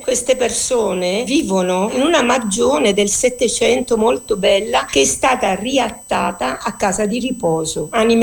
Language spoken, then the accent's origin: Italian; Messina province, Sicily, Italy; also born or lived in Melzo, Milan; Da Messina, provincia, però sono nata a Melzo Milano